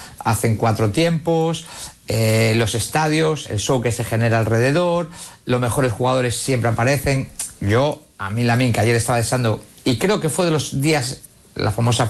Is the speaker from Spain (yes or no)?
yes; Asturias, Spain; Somos asturianos todos.